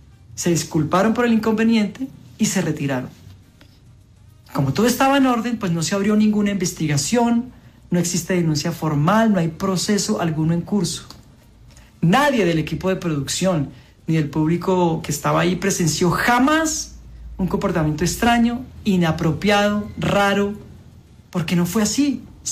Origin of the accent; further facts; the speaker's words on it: Colombia; soy actor colombiano.